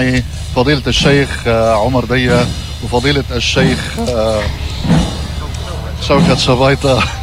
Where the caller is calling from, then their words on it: Sidon, South Governorate, Lebanon; أنا هلأ من نص مدينة صيدا.